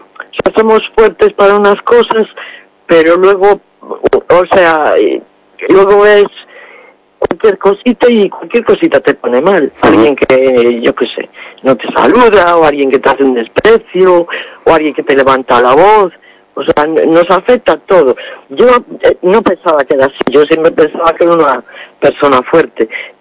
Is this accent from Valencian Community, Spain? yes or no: no; Vigo, Galicia, Spain; moved away as an adult; now in Ourense, Spain; Yo, por ejemplo, soy de Vigo. Yo cuando me vine a vivir para Orense, a mí me costó un mundo adaptarme al clima.